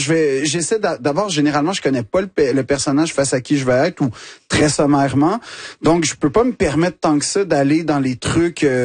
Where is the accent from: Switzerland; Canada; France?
Canada; Quebec; J'essaie si ils me regardent de haut du fait que je suis Québécois